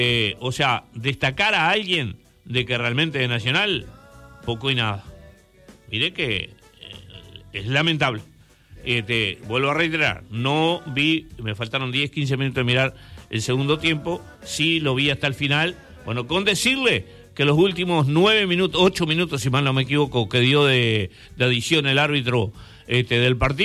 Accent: Uruguay; nuestro país

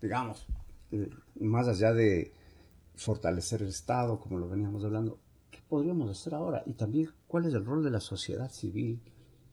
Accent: Ecuador

